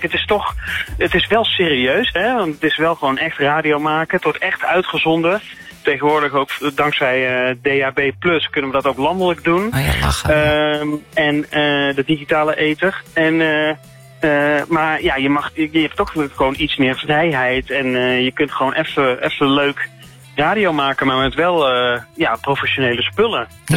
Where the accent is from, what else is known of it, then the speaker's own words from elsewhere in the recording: Tilburg, North Brabant, Netherlands; Ik kom uit Tilburg, dus ik ken dat evenement natuurlijk goed.